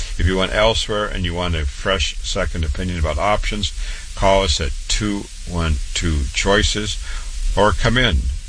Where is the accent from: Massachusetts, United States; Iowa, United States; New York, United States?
Iowa, United States; Waterloo; born or raised there